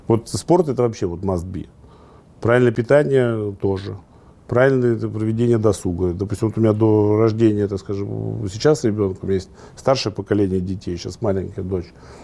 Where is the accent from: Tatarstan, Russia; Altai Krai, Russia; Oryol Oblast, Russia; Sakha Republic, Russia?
Oryol Oblast, Russia; Oryol; он был в моем родном городе. У нас была сеть, розничный, оптовый бизнес.